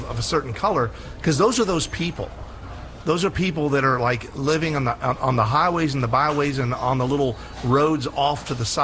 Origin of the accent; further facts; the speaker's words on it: United States; I'm an American. I was born in America. I love this country. I don't want to go anywhere else.